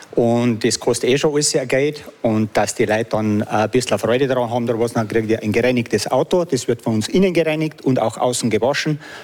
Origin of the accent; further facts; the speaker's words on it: Pocking, Bavaria, Germany; moved away as an adult; now in Großarl, Austria; Ich komme aus Niederbayern, genau. Niederbayern, aus dem schönen Raum Pocking.